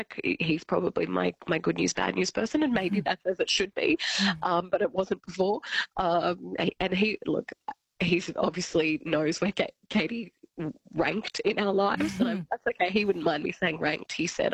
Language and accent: English; Albury, New South Wales, Australia; In Albury-Wodonga, so I'm from Albury, yes.